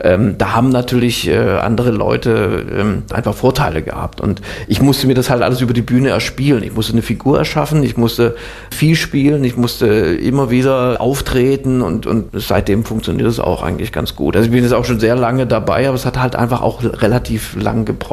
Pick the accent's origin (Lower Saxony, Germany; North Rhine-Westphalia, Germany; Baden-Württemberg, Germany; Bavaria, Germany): Baden-Württemberg, Germany; also born or lived in Northern Germany; dann wurde ich zwar in Norddeutschland geboren, aber bin dann auch sehr schnell nach Schwaben umgezogen. Im Grunde bin ich Schwabe, also auch bis heute, man hört es jetzt nicht mehr so im Dialekt